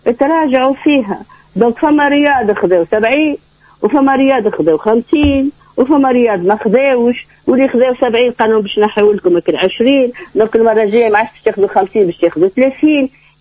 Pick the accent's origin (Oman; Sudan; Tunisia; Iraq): Tunisia; born there; فخورة أني أنا تونسية، وكل ما شارك في واحد نقول أنا تونسية وبنت تونس وتعليم في تونس